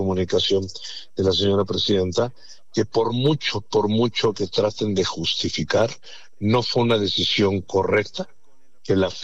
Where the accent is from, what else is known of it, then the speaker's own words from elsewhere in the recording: Mexico; como mexicano, como un ciudadano más que tiene la representación de mi país